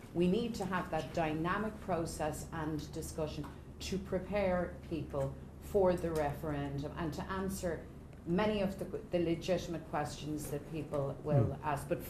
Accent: Ireland; us as Irish people

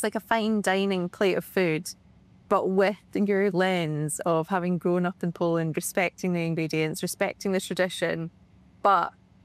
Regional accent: Scotland, United Kingdom; I'm Scottish and we eat black pudding all the time back home

